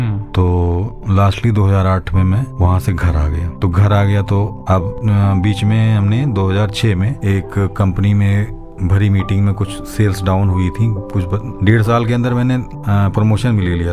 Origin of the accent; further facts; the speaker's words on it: Varanasi, Uttar Pradesh, India; मैं ये बताया कि मैं बनारस से आया हूँ, तो उनको इंटरेस्ट आ गया